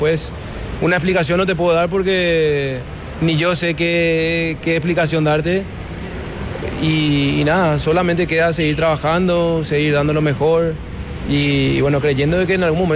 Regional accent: Paraguay

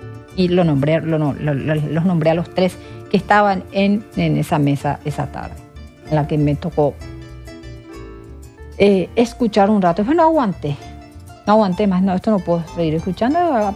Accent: Paraguay; defendiendo un poquito también mi tierra colorada.

